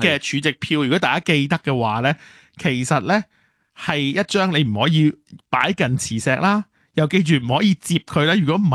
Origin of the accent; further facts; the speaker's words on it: Hong Kong; 我哋香港人